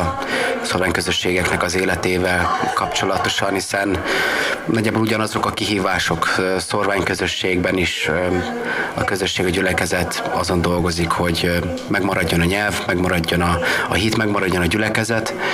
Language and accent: Hungarian; Satu Mare County, Romania; moved away as an adult; now in Melbourne, Australia; Tavaly januárban érkeztünk, mi Erdélyből, pontosabban Párciumból érkeztünk, a határ menti területekről, Szatmár megyéből származunk mind a ketten, én is és a feleségem